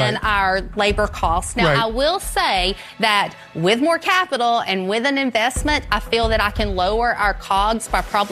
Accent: Dunlap, Tennessee, United States; Hey Sharks … from Dunlap, Tennessee, and I'm here seeking $150,000 for a 10% stake in my company.

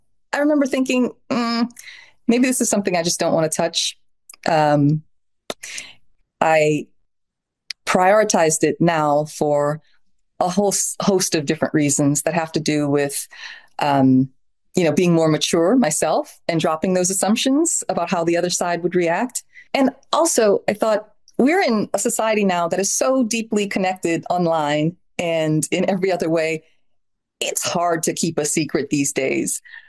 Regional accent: New Orleans, Louisiana, United States; And they didn't have that sense that I grew up with in New Orleans of an enormous sprawling family and very clear lineage.

